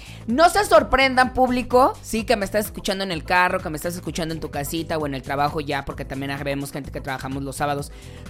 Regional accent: Mexico; Somos, ¿no?, mexicanos.

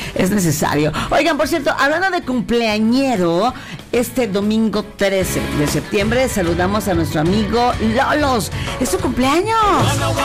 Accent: Mexico

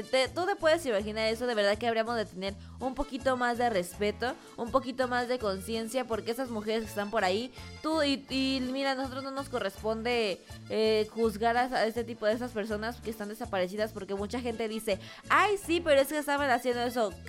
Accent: Mexico; todos somos el pueblo mexicano

